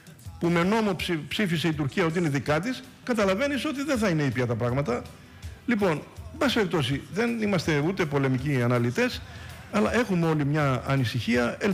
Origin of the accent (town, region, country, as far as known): Greece